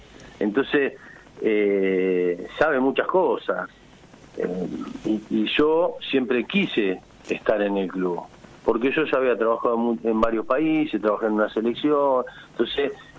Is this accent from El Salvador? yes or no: no; Haedo, Buenos Aires Province, Argentina; Acá de la zona oeste, yo soy de Aedo